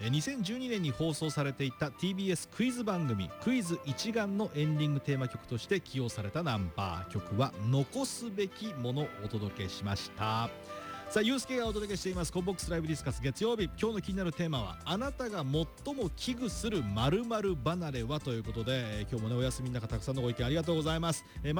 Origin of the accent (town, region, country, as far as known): Sano, Tochigi, Japan; born or raised there; moved away